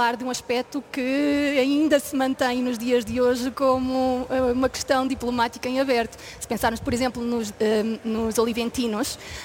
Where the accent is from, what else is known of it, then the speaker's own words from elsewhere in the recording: Viseu, Portugal; Sou de Viseu